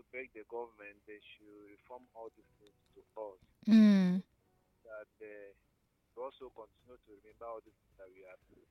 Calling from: Nigeria; I'm calling you from GRA.

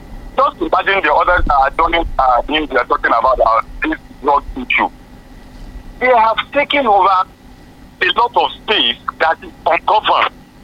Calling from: Nigeria; for us as a Nigerian.

